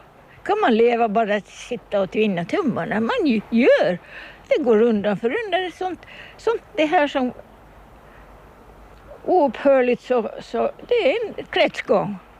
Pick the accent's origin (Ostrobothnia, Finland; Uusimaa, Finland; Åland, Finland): Åland, Finland; Kumlinge; Ja, så växte jag upp här på Kumlinge. Och sen så fick jag för mig att jag skulle lite ut och se mig omkring. Och så får vi till Amerika.